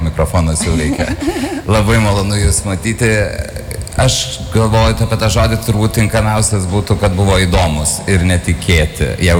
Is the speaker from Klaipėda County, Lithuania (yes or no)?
yes; Šilutė, Klaipėda County, Lithuania; moved away as an adult; esu iš Šilutės, visai kito krašto.